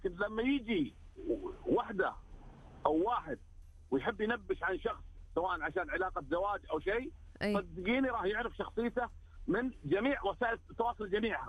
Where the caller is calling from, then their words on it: Riyadh, Riyadh Province, Saudi Arabia; من الرياض